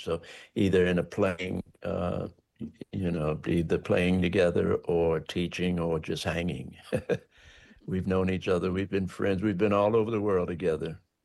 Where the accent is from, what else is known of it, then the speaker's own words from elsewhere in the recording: Baltimore, Maryland, United States; I'm from Baltimore, which is like 30 miles apiece.